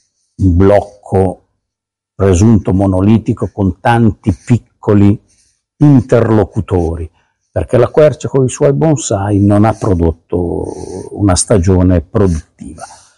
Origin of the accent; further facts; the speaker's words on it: Piedmont, Italy; io vengo dalla Val d'Ossola